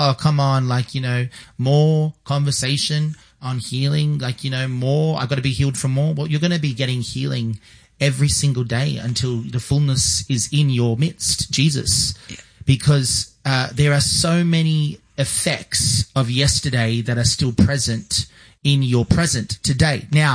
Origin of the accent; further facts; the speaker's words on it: Australia; as an Australian